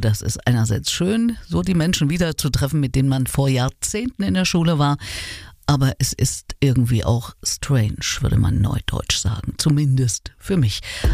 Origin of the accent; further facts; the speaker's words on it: Erfurt, Thuringia, Germany; Ich hatte euch erzählt, dass ich am Wochenende zum Klassentreffen in meine Heimatstadt Erfurt fahre.